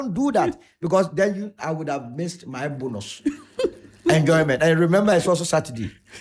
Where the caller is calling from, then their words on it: Ghana; as a Ghanaian